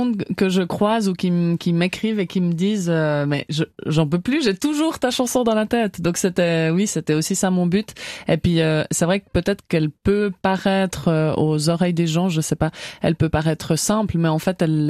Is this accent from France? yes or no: no; Orbe, Vaud, Switzerland; Je suis exactement de Orbe.